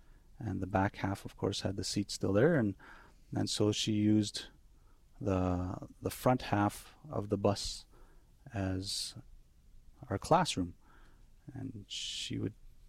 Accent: Kenora, Ontario, Canada; I'm from Kenora, Ontario. That's northwestern Ontario. I come from an Ojibwe reserve. The reserve name used to be Washagamis Bay and is now called Oboshkondagong. I grew up right by the lake

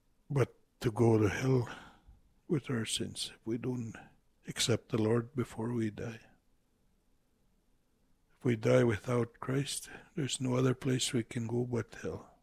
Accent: Kikino, Alberta, Canada; I'm from Kikino Métis Settlement, and I was raised here. I was 1 year old when my parents moved to Kikino

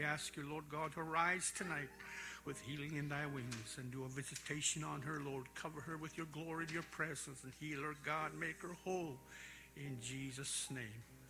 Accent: Bearskin Lake, Ontario, Canada; we're both from Bearskin.

